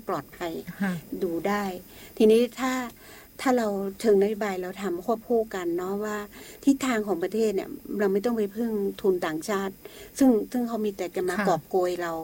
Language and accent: Thai; Lamphun, Thailand; พี่เป็นคนลำพูน